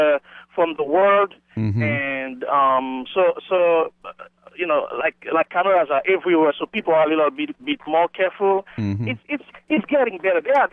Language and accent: English; Haiti; now in United States; I'm from Haiti.